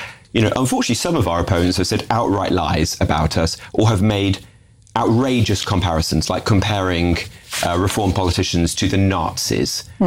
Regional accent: Wolverhampton, West Midlands, United Kingdom; I mean, I know the area extremely well. I grew up around there in Wolverhampton.

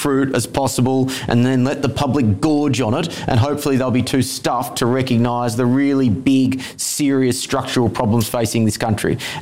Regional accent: Australia; moved away; I come from Australia

